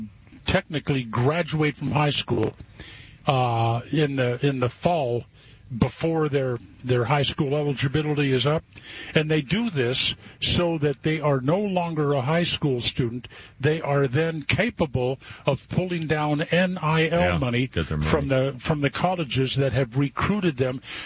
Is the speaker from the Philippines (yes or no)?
no; Texas, United States; And I'm not really sure where Frisco is, and I'm a Texan.